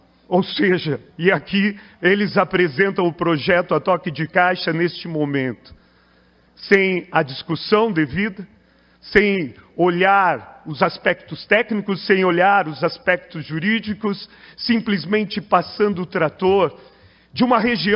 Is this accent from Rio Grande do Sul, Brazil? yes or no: no; Paraná, Brazil; now in Juquitiba, Brazil; eu sou paranaense e encontrei lá lugar de acolhida.